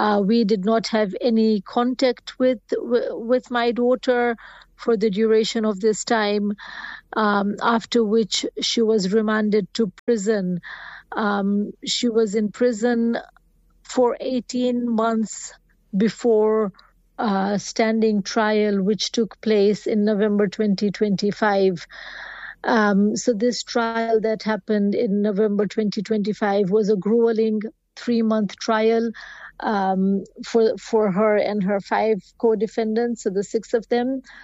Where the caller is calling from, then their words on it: London, United Kingdom; So I am actually speaking from London, United Kingdom